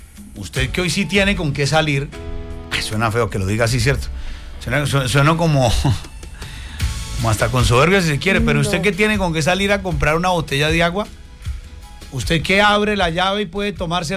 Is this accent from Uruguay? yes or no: no; Colombia; que está tocando aquí la puerta de nosotros como colombianos.